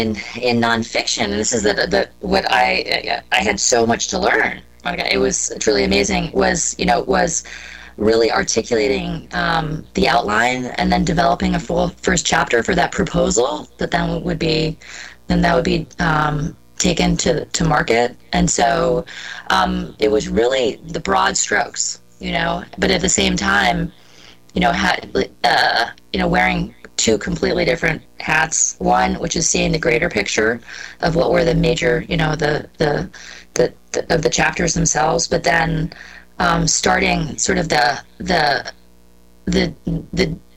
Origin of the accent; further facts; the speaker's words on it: Washington, District of Columbia, United States; I grew up in Washington, D.C.